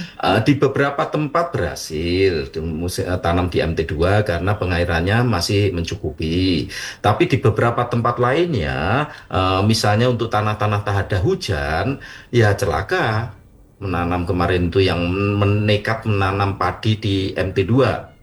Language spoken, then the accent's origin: Indonesian; Blora, Central Java, Indonesia; moved away; Karena saya berasal dari Blora, Bu Kunci. Saya ingat betul ketika musim kemarau, ya pasti harus nyari air lah. Harus berjalan, kadang-kadang berjalan 1-2 kilo untuk nyari air kan, karena Blora wilayah kering kan.